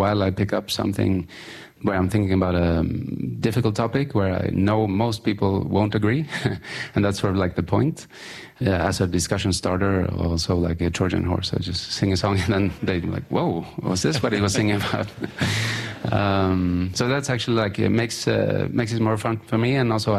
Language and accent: English; Gothenburg, Västra Götaland, Sweden; English is a second language; for us kids, we grew up in Sweden, so we don't know anything else in a way.